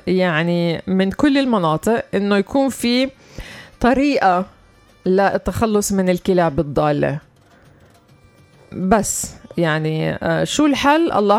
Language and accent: Arabic; West Bank, Palestine; عندنا في الضفة الغربية